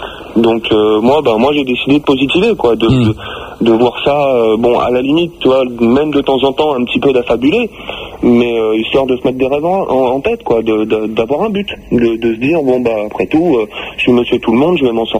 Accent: Chelles, Île-de-France, France; Moi je suis de Chelles, donc c'est n'est pas.

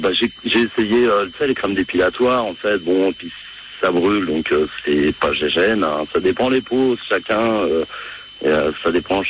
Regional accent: Paris, Île-de-France, France; Je suis originaire de Paris, mais bon.

